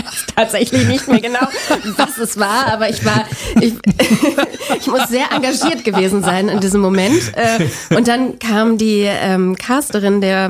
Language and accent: German; Berlin, Germany; ich bin in Spandau groß geworden.